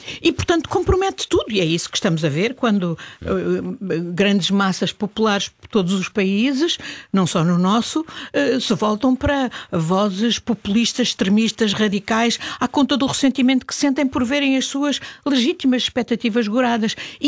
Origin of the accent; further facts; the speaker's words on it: Portugal; nós temos qualidades como portugueses e temos um país lindíssimo